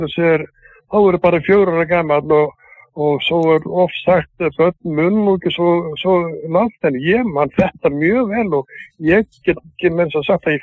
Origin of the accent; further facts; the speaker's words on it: Vestmannaeyjar, Southern Region, Iceland; Ég var út í átti, eða ég fattur upp hann út í Vestmannaeyjum